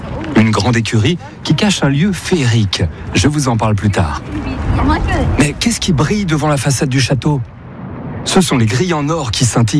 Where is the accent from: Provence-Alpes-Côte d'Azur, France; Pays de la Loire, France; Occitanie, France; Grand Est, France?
Pays de la Loire, France; Saumur; born there; je suis animateur à ICI Paris Île-de-France. J'adore la ville de Versailles, peut-être parce que je suis né à Saumur, la capitale du cheval